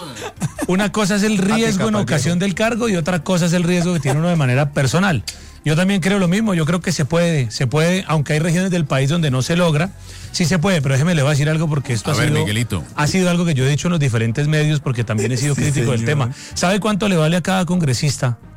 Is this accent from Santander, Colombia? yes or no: yes; Santander, Colombia; yo soy santandereano